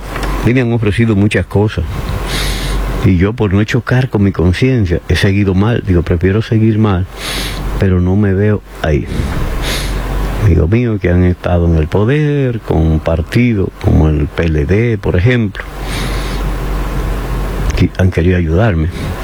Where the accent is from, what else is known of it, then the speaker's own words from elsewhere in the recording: Dominican Republic; now in Madrid, Spain; soy dominicano y no estoy en ese lío.